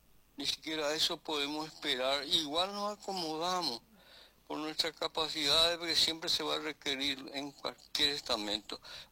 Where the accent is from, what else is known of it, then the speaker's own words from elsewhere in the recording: Paraguay; El Paraguay somos rastreros americanos a cambio de esa parte que hoy sabemos